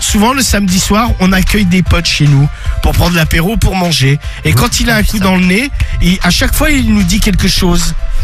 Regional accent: Drancy, Île-de-France, France; 32 ans, je suis de Drancy.

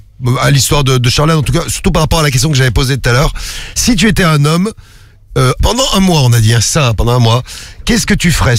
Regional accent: Marseille, Provence-Alpes-Côte d'Azur, France

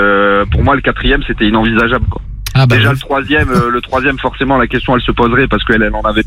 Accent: the north of France, France; born there; moved away; also born or lived in Perpignan; Mais je suis originaire du Nord, moi, à la base.

